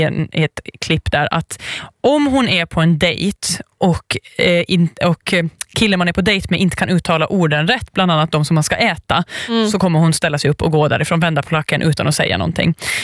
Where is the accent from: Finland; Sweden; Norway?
Finland; Åland; Som ålänning